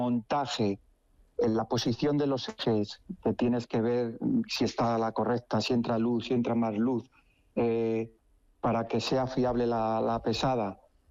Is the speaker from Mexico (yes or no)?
no; Salamanca, Castile and León, Spain; la dehesa salmantina de mi tierra